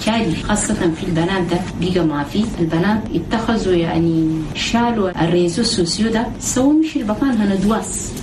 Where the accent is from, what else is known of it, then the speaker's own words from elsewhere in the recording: Chad; بلدنا تشاد